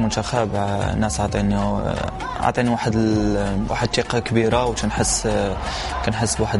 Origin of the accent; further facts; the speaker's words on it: Morocco; يعني انا كبرت في المغرب، عشت في المغرب، تنحلم نمثل بلادي